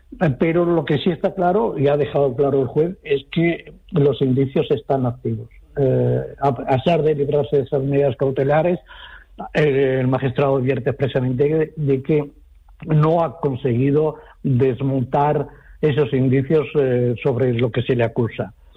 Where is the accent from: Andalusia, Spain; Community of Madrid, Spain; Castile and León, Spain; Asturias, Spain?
Castile and León, Spain; Salamanca; born there; yo nací en Salamanca